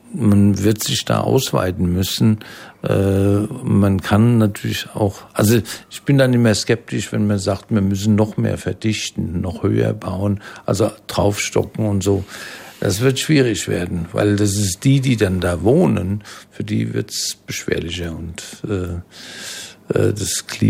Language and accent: German; Frankfurt, Hesse, Germany; Wir müssen nur als Frankfurter dafür sorgen, dass die Grünflächen erhalten bleiben